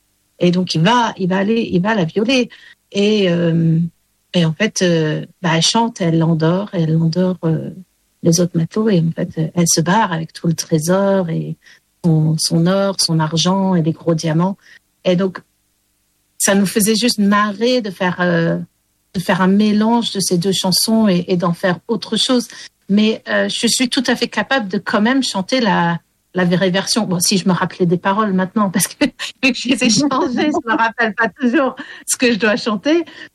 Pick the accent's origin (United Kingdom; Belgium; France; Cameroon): United Kingdom; Wales; Le français, en fait, c'est ma langue maternelle parce que c'est ma mère qui me parle français. Et ma mère m'a élevée au Pays de Galles. Et c'est pour ça que ce n'est pas ma langue maternelle parce qu'en fait, c'est l'anglais qui a pris le dessus sur le français.